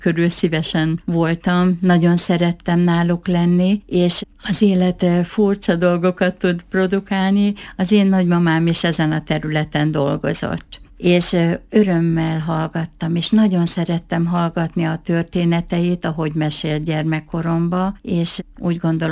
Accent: Jász-Nagykun-Szolnok, Hungary; born there; now in Miskolc, Hungary

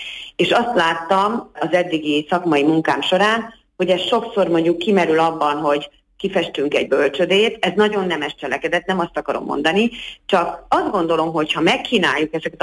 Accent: Miskolc, Borsod-Abaúj-Zemplén, Hungary

